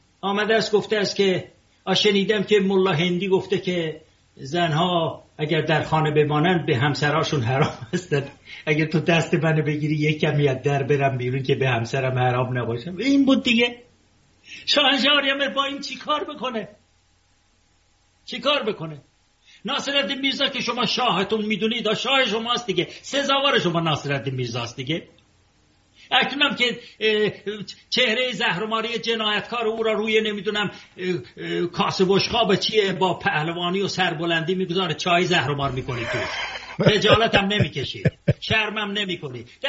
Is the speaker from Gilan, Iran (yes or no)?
no; Tehran, Tehran Province, Iran; moved away; also born or lived in Ardabil; که من اردبیلی هستم، در تهران بزرگ شدم و من اردبیلی هستم.